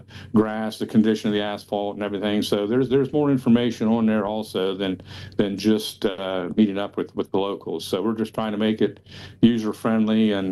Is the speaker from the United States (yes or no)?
yes; Dayton, Ohio, United States; Yeah, we're from Dayton.